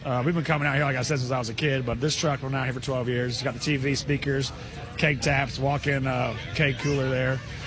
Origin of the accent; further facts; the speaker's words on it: Champaign, Illinois, United States; I'm born and raised in Champaign.